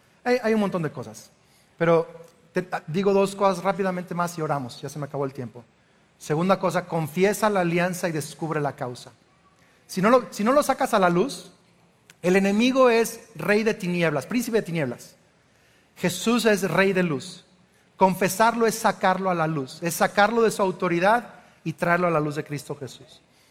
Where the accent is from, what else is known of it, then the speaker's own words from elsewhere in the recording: Mexico; nací, crecí en México y nunca había probado tacos de lengua? Tengo 48 años.